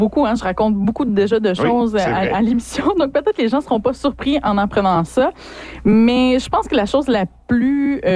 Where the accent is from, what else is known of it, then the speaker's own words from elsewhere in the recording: Rouyn-Noranda, Quebec, Canada; je suis née à Noranda, dans le quartier de Notre-Dame, à deux ans, mes parents ont déménagé dans le quartier Granada. Donc, c'est là que j'ai grandi. Je suis rouyn-noranzienne étampée sur le cœur. J'ai quitté seulement le temps d'aller faire mes études à Québec, mais je suis revenue dès que possible